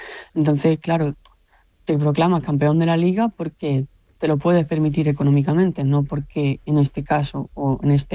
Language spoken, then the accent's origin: Spanish; Andalusia, Spain; yo soy del Mediterráneo y es verdad que la cultura que nosotros en la zona de Málaga, a lo mejor toda la zona de Andalucía